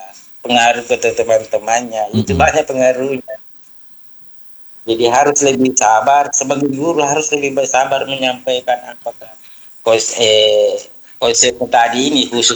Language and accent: Indonesian; South Sulawesi, Indonesia; sebagai orang Bugis